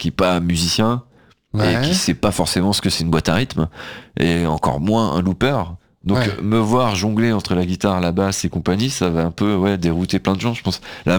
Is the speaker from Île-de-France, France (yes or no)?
no; Brittany, France; Je suis breton, ouais.